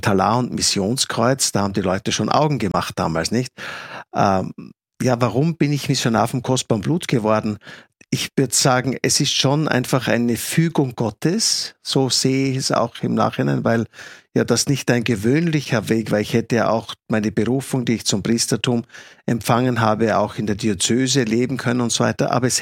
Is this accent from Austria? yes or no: yes; Styria, Austria; now in Salzburg, Austria; Ich bin ja gebürtig aus der Steiermark oder Südoststeiermark.